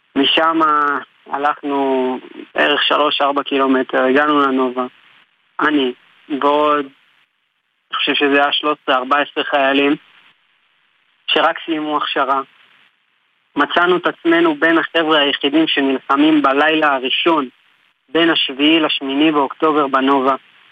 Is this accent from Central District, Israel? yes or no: yes; Kfar Saba, Central District, Israel; אני האמת כפר סבאי במקור, גם אני וגם אח שלי